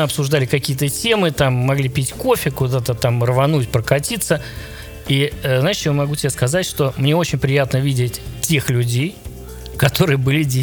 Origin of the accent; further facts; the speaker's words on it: Saint Petersburg, Russia; Во-первых, я ленинградец, да. Я очень люблю наш город.